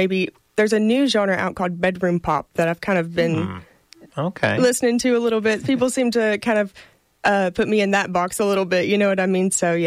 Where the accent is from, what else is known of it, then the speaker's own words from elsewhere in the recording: Portageville, Missouri, United States; moved away as an adult; now in Jonesboro, United States; Yes, I was born and raised around Portageville, Missouri. Grew up there all my life. And then shortly after I graduated, I moved to Jonesboro, Arkansas to come to A-State. My husband's from around this area, so it just made sense for me to relocate here.